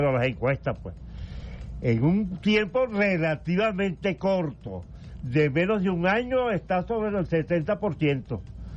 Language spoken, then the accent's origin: Spanish; Venezuela; como pueblo venezolano, como nación venezolana y como clase obrera venezolana